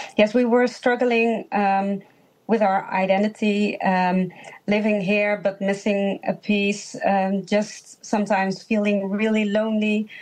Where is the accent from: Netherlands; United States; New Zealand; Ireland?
Netherlands; also born or lived in India; we grew up in a small town, both of us, and yes, with Dutch people, but yes, we are Indian, two Indian women.